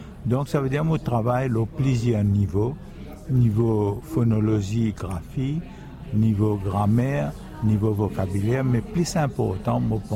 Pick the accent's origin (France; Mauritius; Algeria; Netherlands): Mauritius; first language Mauritian Creole; French is a second language; Maurice, dans le pays Maurice.